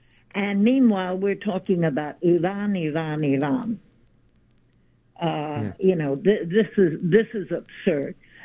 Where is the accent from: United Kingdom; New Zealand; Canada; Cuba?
Cuba; now in United States; I've been listening to the station since I came from Cuba. That was about 5 decades ago.